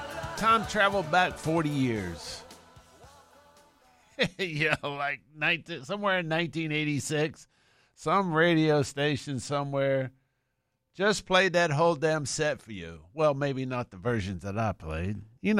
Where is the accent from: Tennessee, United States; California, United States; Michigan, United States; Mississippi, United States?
Tennessee, United States; Tullahoma; moved away; Jeff Reeves from my hometown in Tullahoma